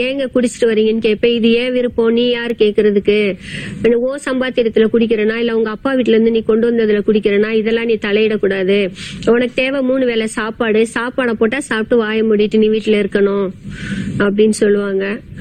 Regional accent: Madurai, Tamil Nadu, India; moved away; நான் என் சொந்த ஊர் மதுரை

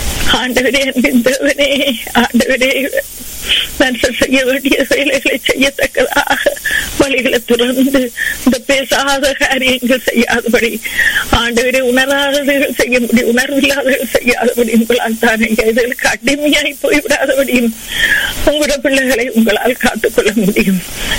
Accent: Sri Lanka; என்ன நாங்கள் பிறந்து வளர்ந்த தேசமாகிய இலங்கை தேசத்துக்காக, அந்த அழகிய தீவுக்காக உங்களை வருவோம்.

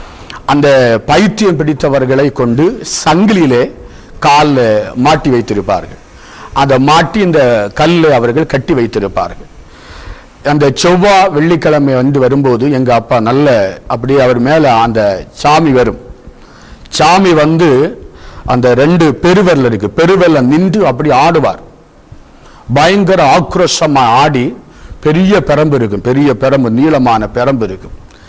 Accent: Kollengode, Tamil Nadu, India; நாங்கள் இந்து குடும்பத்திலே பிறந்து வளர்ந்தவர்கள். நான் பிறக்கும்போதே இந்து குடும்பம் கொல்லங்கோடு பகுதியிலே சிறுவைபுரம் பகுதியிலே அந்த இடத்துல எங்களுக்கு சொந்த ஒரு கோவில் உண்டு.

